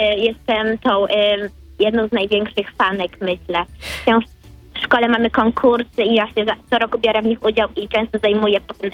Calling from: Konstancin-Jeziorna, Masovian Voivodeship, Poland; Konstancina Jeziorny.

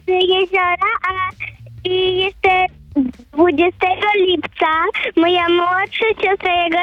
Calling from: Suwałki, Podlaskie Voivodeship, Poland; Z Suwałk.

